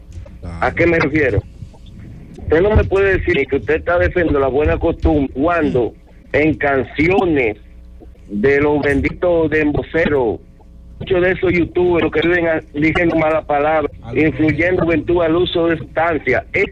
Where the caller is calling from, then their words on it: Dominican Republic; como dominicano, como padre de familia